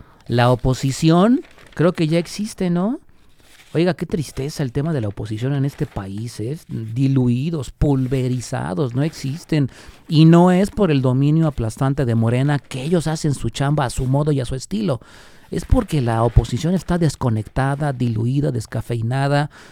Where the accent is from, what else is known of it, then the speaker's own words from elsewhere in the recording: Guadalajara, Jalisco, Mexico; orgullosos tapatíos